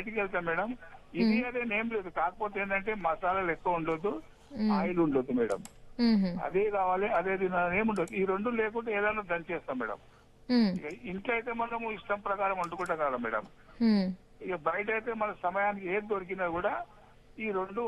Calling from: Telangana, India; first language Telugu; ప్రేమవతి పేరు నుండి.

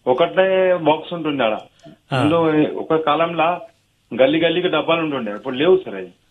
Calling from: Kundalwadi, Maharashtra, India; నేను మహారాష్ట్ర నుంచి … కుండలవాడి నాందేడ్.

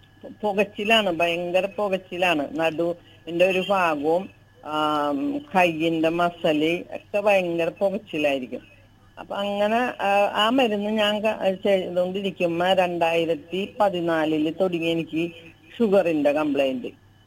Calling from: Paravur, Kerala, India; ഞാൻ പറവൂരിൽ നിന്നാണ് വിളിക്കുന്നത്.

